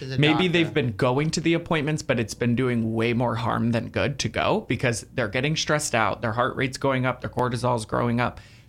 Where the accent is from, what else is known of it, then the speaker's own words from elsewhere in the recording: Tampa, Florida, United States; So I am actually born and raised in the Tampa Bay area, so I've grown up here my whole life.